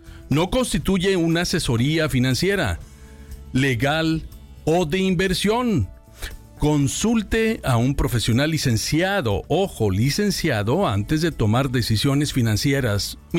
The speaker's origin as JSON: {"language": "Spanish", "country": "Mexico", "moved": "yes", "said": "Soy guía financiero, soy mexicano inmigrante que llegué con una tremenda maleta de sueños como todos ustedes"}